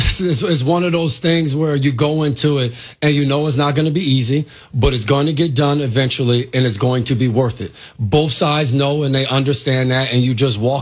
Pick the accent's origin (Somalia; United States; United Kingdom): United States; Nyack, New York; I remember seeing him growing up in Nyack